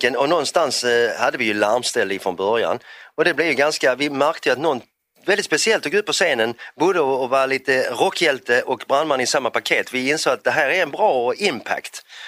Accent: Helsingborg, Skåne, Sweden; Vi är från Helsingborg, hela klanen.

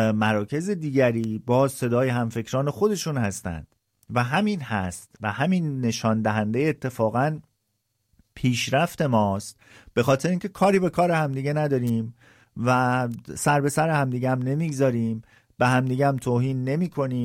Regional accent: Iran; now in Gothenburg, Sweden

